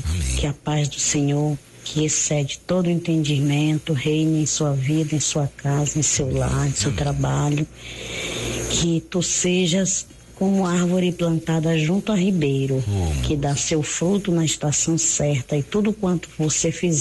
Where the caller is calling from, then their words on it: Paço do Lumiar, Maranhão, Brazil; Eu falo aqui de Passo do Lumiar, Maranhão.